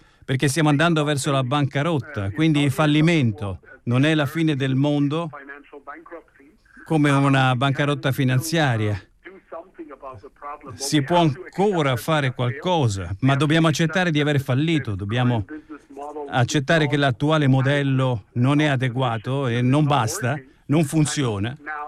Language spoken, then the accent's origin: Italian; Iran; Italian is a second language; now in Italy; Io parlavo del mio paese, l'Iran, dove il problema dell'acqua risaliva a 50 anni fa.